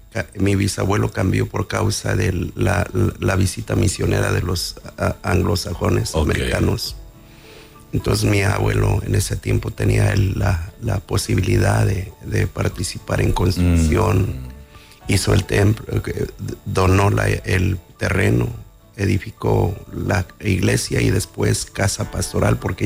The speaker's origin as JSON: {"language": "Spanish", "town": "Nezahualcóyotl", "region": "State of Mexico", "country": "Mexico", "said": "Vengo de Nezahualcóyotl, o sea, soy de Nezahualcóyotl."}